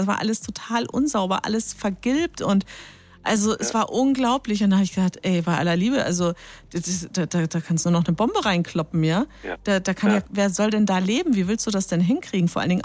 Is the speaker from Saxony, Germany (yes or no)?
no; Speyer, Rhineland-Palatinate, Germany; Ich komme ja aus Speyer